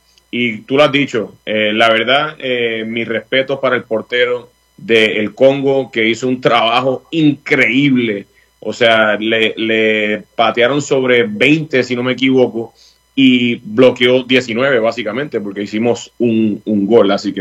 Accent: Puerto Rico; siendo puertorriqueño

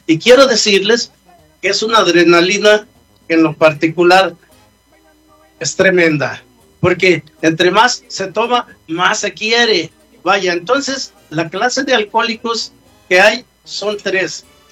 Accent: Mexico City, Mexico; now in United States; Nosotros, en este caso yo en lo personal, vengo de la Ciudad de México, aquí a Estados Unidos

